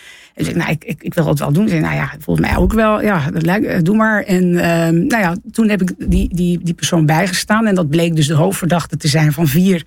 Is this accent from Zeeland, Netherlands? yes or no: yes; Zeeland, Netherlands; accent: Zeeuws-Vlaams; Ik heb het altijd wel een beetje beschouwd als twee talen. Hè, dat Nederlands en mijn Zeeuws-Vlaams dialect.